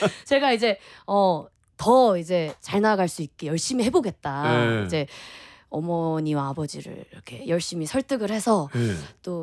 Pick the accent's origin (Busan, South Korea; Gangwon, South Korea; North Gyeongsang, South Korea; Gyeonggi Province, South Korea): Gyeonggi Province, South Korea; Anyang; 제가 안양 출신이거든요.